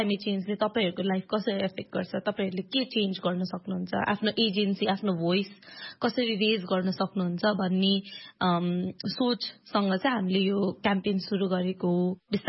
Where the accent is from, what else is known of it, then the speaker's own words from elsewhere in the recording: Kathmandu, Bagmati, Nepal; also born or lived in Morang; म चाहिँ एकदम सेल्टर्ड भएर काठमाडौँमा एकदम सेल्टर्ड भएर हुर्केको हो, होइन? अनि जब म 14 वर्षको थिएँ त्यति बेला चाहिँ आई वेन्ट मेरो गाउँ पूर्व मोरङमा गएँ म बाबासँग